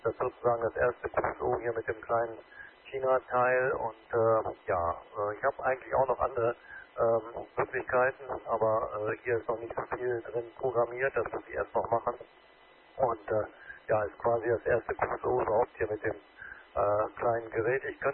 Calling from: Sonsbeck, North Rhine-Westphalia, Germany; mein QTH ist aber am Niederrhein. Sonsbeck bei Xanten, vielleicht sagt ihr da so ein bisschen was. Da ist so ein kleines Dorf in der Nähe von Xanten.

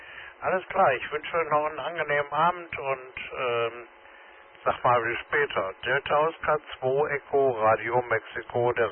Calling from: Essen, North Rhine-Westphalia, Germany; Katernberg, also Hessen, Katernberg ist mein Quartier.

